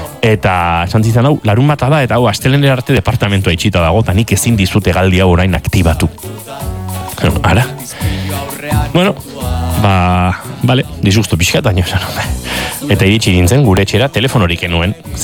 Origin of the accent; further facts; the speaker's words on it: Basque Country, Spain; Bat, nien eiz espainola, ni euskalduna naiz, hau espainola, esan egon noski.